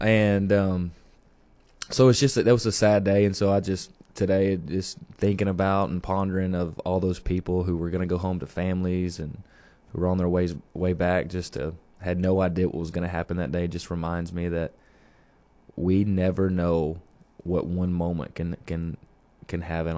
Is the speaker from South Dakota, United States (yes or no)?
no; Benton, Arkansas, United States; I was born in Benton, Arkansas, again, 1997.